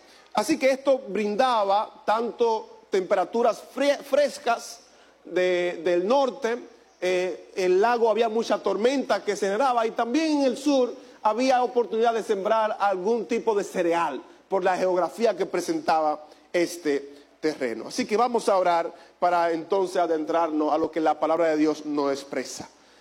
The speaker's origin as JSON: {"language": "Spanish", "region": "Cibao", "country": "Dominican Republic", "moved": "yes", "said": "En mi ciudad, o donde yo vengo, de República Dominicana, yo soy del Cibao, que es la mejor parte de República Dominicana"}